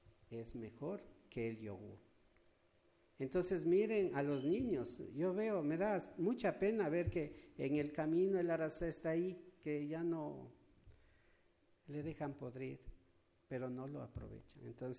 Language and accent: Spanish; Quito, Pichincha, Ecuador; moved away; yo soy de Quito, ¿no? Pero ya vivo mucho tiempo